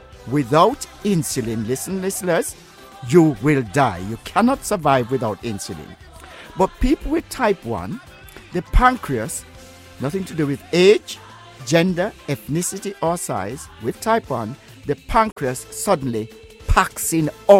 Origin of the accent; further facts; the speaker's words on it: Jamaica; now in United Kingdom; For instance, when I was growing up in Jamaica, we had something called fried dumpling or Johnny cake.